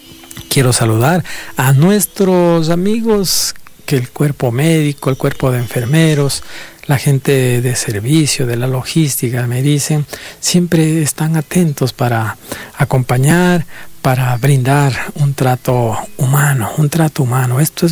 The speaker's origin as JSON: {"language": "Spanish", "country": "Ecuador"}